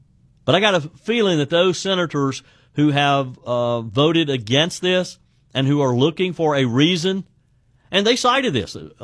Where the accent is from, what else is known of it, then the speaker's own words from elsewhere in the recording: South Carolina, United States; happening in my home state of South Carolina today